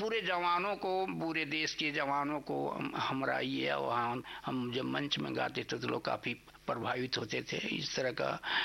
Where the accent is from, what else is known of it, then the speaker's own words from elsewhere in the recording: Jharkhand, India; हमारी देश जो है गांवों का देश है, और झारखंड भी हमारा गांवों का मैंने राज है, शहर तो गिन चुन के हैं।